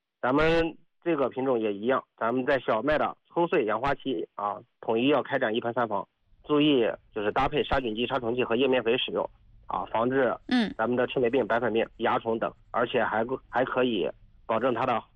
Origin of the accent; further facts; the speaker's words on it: Yingshang, Anhui, China; 我的老家颍上县